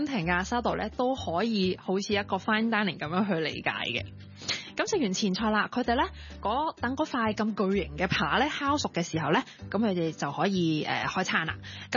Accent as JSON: {"language": "Cantonese", "region": "Guangdong", "country": "China", "said": "佢哋係即係唔似我哋廣東人咁樣啦，會去醃啲肉啦"}